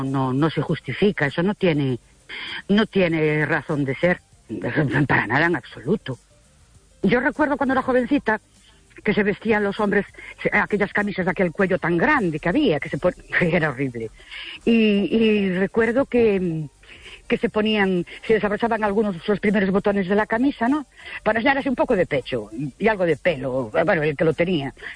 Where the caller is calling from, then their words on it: Ourense, Galicia, Spain; Hola, buenas noches. … de Urense otra vez.